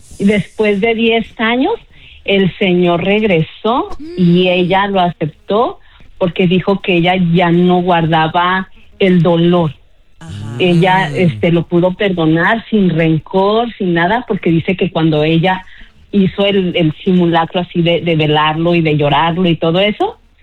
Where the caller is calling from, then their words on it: Jurupa Valley, California, United States; Estamos de Jurupa Valley.